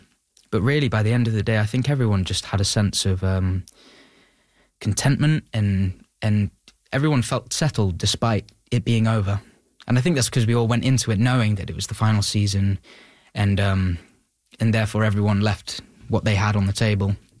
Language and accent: English; Beverly, Yorkshire and the Humber, United Kingdom; My hometown. Beverly, or we're kind of in between Beverly, Pocklington, York, in Yorkshire.